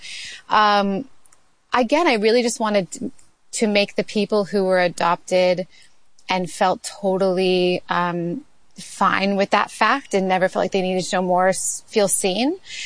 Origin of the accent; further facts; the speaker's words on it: Canada; because I'm Canadian and like, why not?